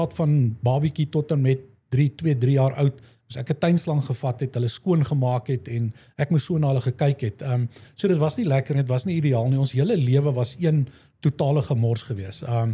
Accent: Pretoria, Gauteng, South Africa; born there; ek is gebore in Pretoria, daar in die Moedersbond, en waar ek groot geword het, ja, dis een story daar.

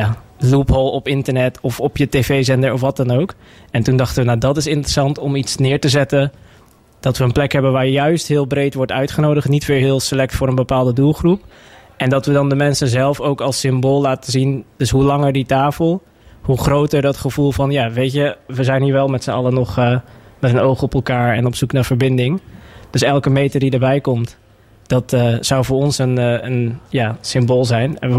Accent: 's-Gravenpolder, Zeeland, Netherlands; Toen we naar Nederland kwamen, ben ik in Schravenpolder opgegroeid.

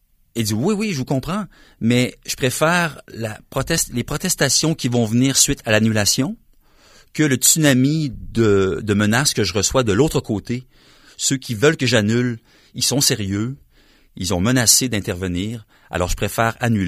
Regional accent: Quebec City, Quebec, Canada; à Québec, ma ville natale

